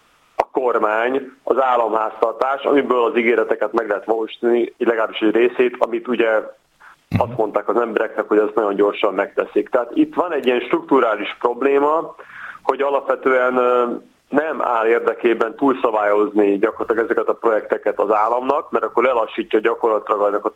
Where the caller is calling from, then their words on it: Budapest, Hungary; én is ilyen részben óbudai vagyok